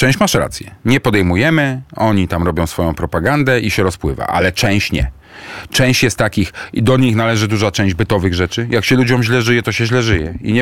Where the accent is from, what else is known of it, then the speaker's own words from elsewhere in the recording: Warsaw, Masovian Voivodeship, Poland; ale też jestem z Warszawki